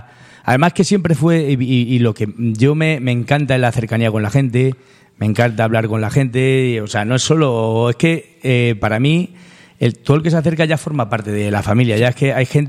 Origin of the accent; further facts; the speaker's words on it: Torrenueva, Castilla-La Mancha, Spain; Yo soy un apasionado de mi tierra, de La Mancha, sí. de Ciudad Real y de mi, vamos, de donde vivo, dicen, de mi pueblo. Yo no hay cosa que más pueda querer que mi pueblo